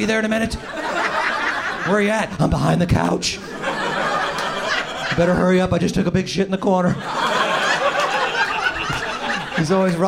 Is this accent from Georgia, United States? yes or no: yes; Atlanta, Georgia, United States; I'm from Atlanta